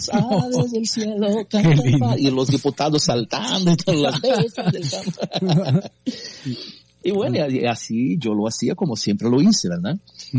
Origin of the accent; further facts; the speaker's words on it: Brazil; una autoridad constituida en mi país